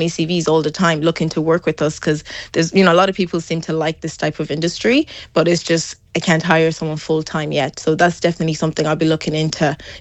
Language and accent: English; Castlebar, Connacht, Ireland; moved away as an adult; also born or lived in Taiwan; So, I'm actually currently in Japan. My background is I'm from Castlebar, And I got an opportunity to do my master's out in Asia, in Taiwan, where I spent back and forth almost 8 years living and working out there. And whenever I moved back to Ireland